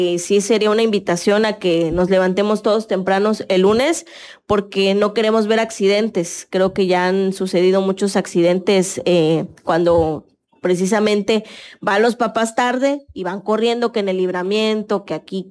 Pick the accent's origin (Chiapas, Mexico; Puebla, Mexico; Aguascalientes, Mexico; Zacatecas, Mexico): Chiapas, Mexico; Tapachula; como buenos mexicanos o tapachultecos